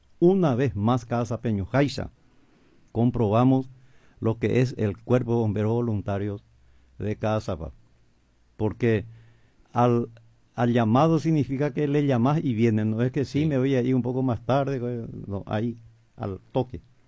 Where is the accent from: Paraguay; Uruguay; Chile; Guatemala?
Paraguay; O sea, tenemos que estar orgullosos como paraguayos